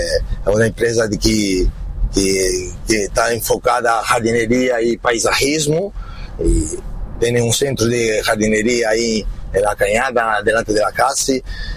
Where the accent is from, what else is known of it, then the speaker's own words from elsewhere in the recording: São Paulo, Brazil; moved away; yo soy de São Paulo, ¿no? Capital de Brasil, donde prácticamente mueve la economía de Brasil.